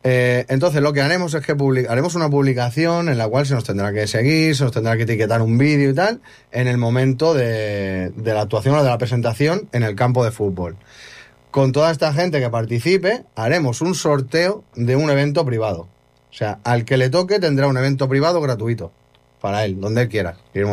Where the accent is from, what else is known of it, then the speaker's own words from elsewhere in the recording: Cornellà de Llobregat, Catalonia, Spain; Yo soy de Cornellá